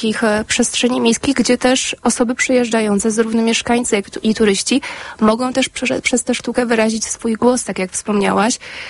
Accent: Słupsk, Pomeranian Voivodeship, Poland; Ja pochodzę ze Słupska.

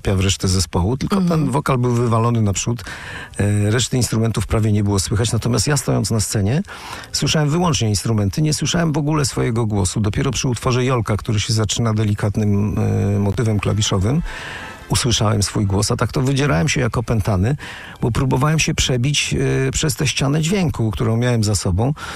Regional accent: Warsaw, Masovian Voivodeship, Poland; also born or lived in Łódź; Kiedy wróciłem do Warszawy, bo studiowałem w Łodzi, ale jestem warszawiakiem i wróciłem do swojego rodzinnego miasta po studiach.

